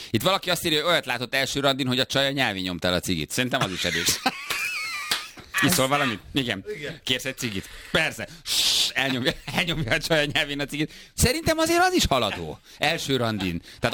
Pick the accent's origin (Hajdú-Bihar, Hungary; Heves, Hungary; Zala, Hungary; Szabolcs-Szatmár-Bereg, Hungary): Szabolcs-Szatmár-Bereg, Hungary; Nyíregyháza